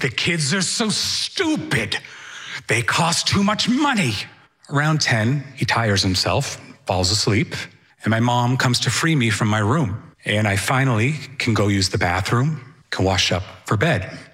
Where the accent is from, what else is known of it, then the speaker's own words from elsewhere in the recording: Sudbury, Massachusetts, United States; now in Stoneham, United States; I grew up in Sudbury, Massachusetts, and I live in Stoneham now, where I run my own disability law practice, and I am also a writer.